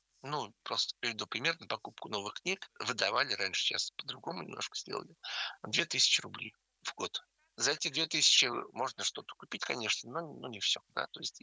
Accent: Moscow, Russia; now in Bezhetsk, Russia; я москвич, я приехал в Бежецк, и это город уникальный в России.

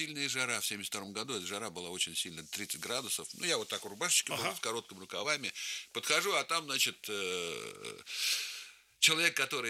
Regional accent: Moscow, Russia; А мы, значит, москвичи приехали вот тогда, это все-таки далековато был Дмитров

